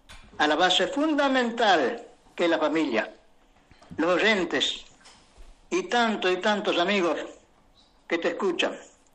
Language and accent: Spanish; Bolívar, Buenos Aires Province, Argentina; recién vengo del pueblo yo, de caminar por el pueblo, por mi Bolívar, mi querencia, mi terruño